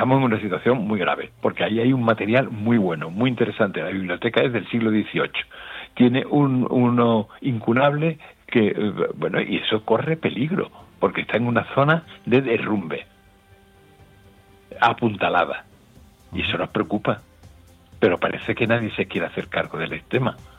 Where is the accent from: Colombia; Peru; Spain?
Spain; Cádiz, Andalusia; Y soy de Cádiz, y de pronto me entero de cosas que no...